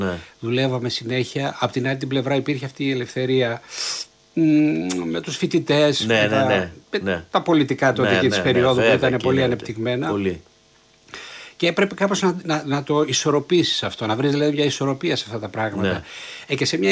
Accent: Zagora, Thessaly, Greece; Από τα μέρη μου.

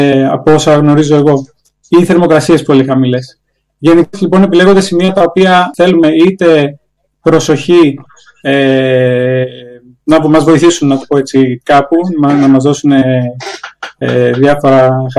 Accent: Agios Dimitrios, Central Greece, Greece; Εγκατέστησα τον πρώτο μετεωρολογικό σταθμό στη Βιωτία, στο χωριό μου συγκεκριμένο, στον Άγιο Δημήτριο, είναι περίπου στο κέντρο της Κοπαΐδας, το 2014.

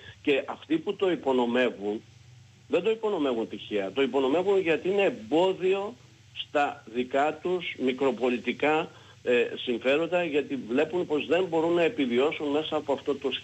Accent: Greece; Άρα η πατρίδα μου δεν είναι πιο ισχυρή μέσα από την Ευρώπη, μέσα στην Ενωμένη Ευρώπη? Μπορείτε να φανταστείτε, κυρία Παυλάκη, την Ελλάδα σήμερα εκτός Ευρωπαϊκής Ένωσης?

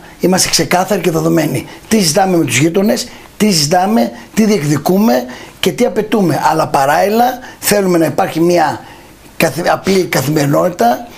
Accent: Greek islands, Greece; είμαι νησιώτης, αλλά και γιατί εμείς εδώ σε νησιά ζούμε καθημερινά

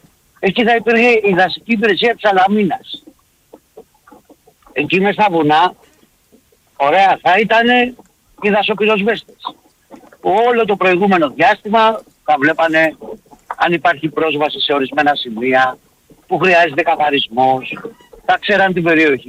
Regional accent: Nea Makri, Attica, Greece; επειδή είμαι από Νέα Μάκρη

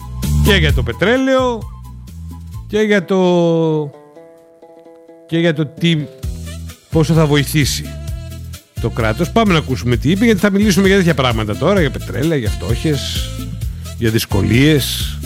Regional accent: Arnaia, Central Macedonia, Greece; της Αρναίας, ξέρετε, είναι και το χωριό μου. Από εκεί έλκουν την καταγωγή.

